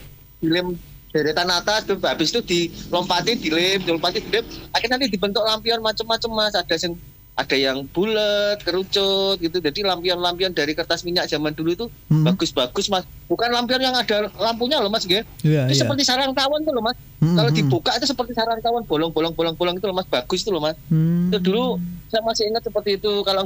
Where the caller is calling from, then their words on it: East Java, Indonesia; di desa kami, di Jamsaran dulu masih desa itu